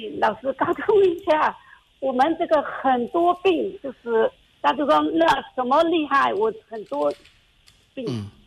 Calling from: Fuzhou, Fujian, China; 我70，我是福州的。

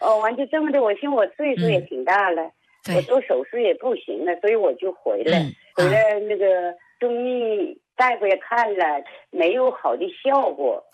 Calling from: Changchun, Jilin, China; 我是长春市双阳区的。

